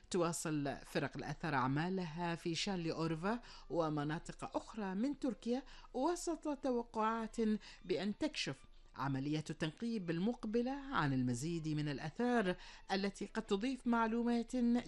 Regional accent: Kuwait; تحياتنا وتقديرنا واحترامنا لكل رجالات الداخلية وهم يسعون لفرض الأمن والأمان في ديرتنا الحبيبة الكويت

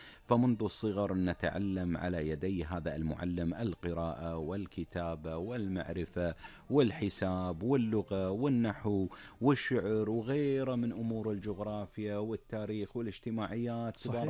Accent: Kuwait; احنا جبلنا في هذا المجتمع الكويتي

